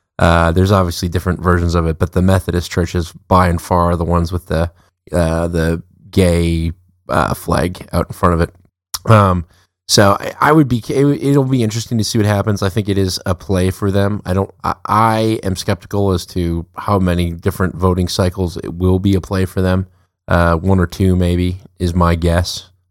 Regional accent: the South, United States; accent: Southern; when you were clowning on my Southern accent

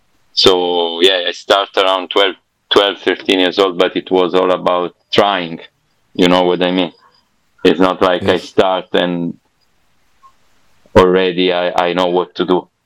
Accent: Southern Italy, Italy; I mean, the Deep South, like Acme too, we are both from the Deep South. And it's not like being in Milan

